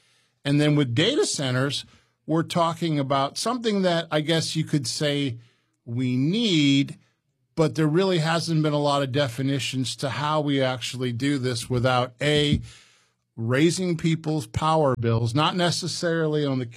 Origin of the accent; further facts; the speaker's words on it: Indiana, United States; I grew up in Indiana like you did, and I had friends, families who had farms